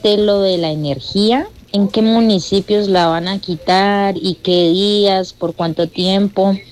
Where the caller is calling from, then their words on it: Timbío, Cauca, Colombia; Reportando sintonía desde Timbío.